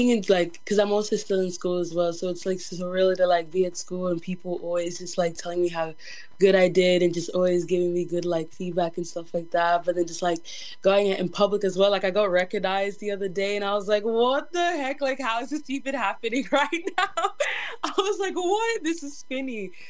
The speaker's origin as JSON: {"language": "English", "town": "Logan City", "region": "Queensland", "country": "Australia", "said": "I'm an upcoming Indigenous artist. I'm from Logan City"}